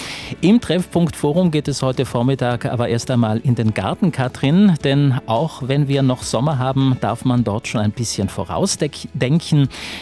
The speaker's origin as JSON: {"language": "German", "town": "Eppan", "region": "Trentino-Alto Adige", "country": "Italy", "tie": "born or raised there", "said": "Mein persönlicher Favorit liegt im Überetsch in meiner Heimatgemeinde Eppern."}